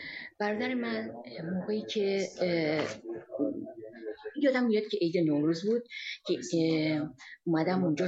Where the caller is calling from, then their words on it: Canada; also born or lived in Iran; از کانادا اومدم. میخوام یک خاطره ای رو از برادرم زمانی که در ایران بودیم برای شما تعریف کنم